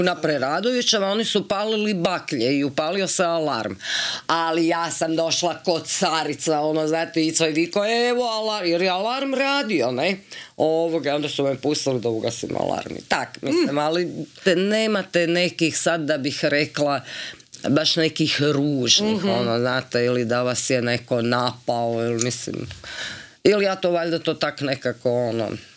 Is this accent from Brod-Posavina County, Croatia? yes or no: yes; Slavonski Brod, Brod-Posavina County, Croatia; moved away; ja sam iz Slavonskog Broda